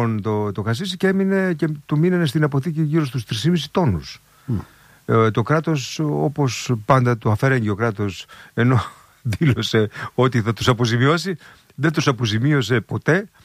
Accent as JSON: {"language": "Greek", "town": "Kozani", "region": "Western Macedonia", "country": "Greece", "said": "Στην πατρίδα μου την Κοζάνη"}